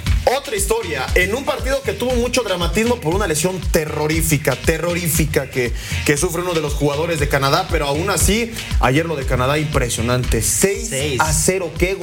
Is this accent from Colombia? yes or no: no; Mexico; Nosotros somos mexicanos y queremos que México triunfe.